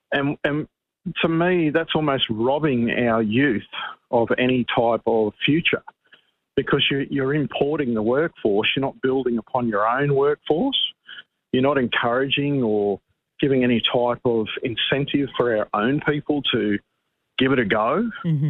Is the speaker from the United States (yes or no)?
no; Australia; But I felt so deflated as an Australian citizen